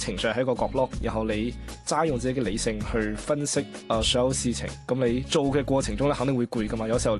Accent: Guangzhou, Guangdong, China; 大家好，

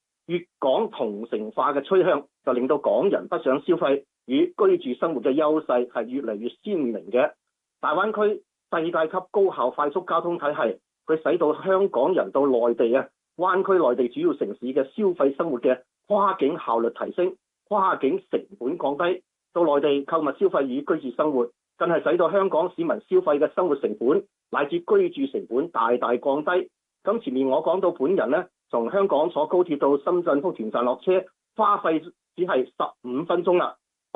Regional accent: Guangzhou, Guangdong, China; 我係廣州人嘅

